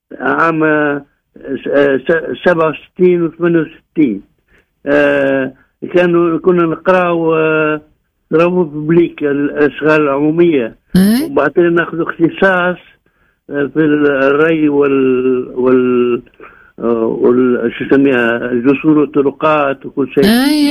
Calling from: Sousse, Sousse Governorate, Tunisia; أنا من سوسة

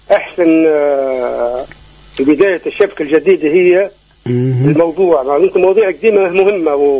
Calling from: Ben Gardane, Medenine, Tunisia

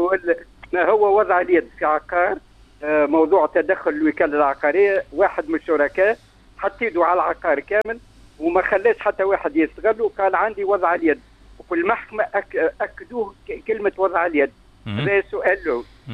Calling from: Tunis, Tunis Governorate, Tunisia; والله نكلم فيكم من تونس.

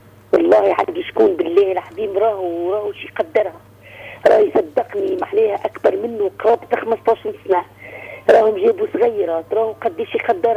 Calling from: Sfax, Sfax Governorate, Tunisia; انا من صفاقس

